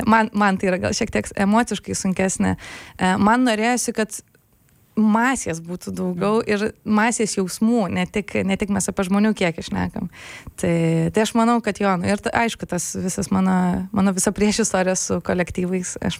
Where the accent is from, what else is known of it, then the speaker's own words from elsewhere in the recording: Pabradė, Vilnius County, Lithuania; moved away as an adult; now in Vilnius, Lithuania; Tai aš užaugau Pabradėje, tai iš Pabradės ir esu nu ir persikrausčiau į Vilnių 18 studijuoti.